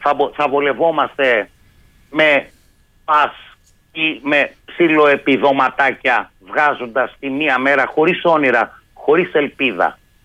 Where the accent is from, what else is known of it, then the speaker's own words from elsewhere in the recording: Aliveri, Central Greece, Greece; Στην ιδιαίτερη πατρίδα μου στο Αλιβέρι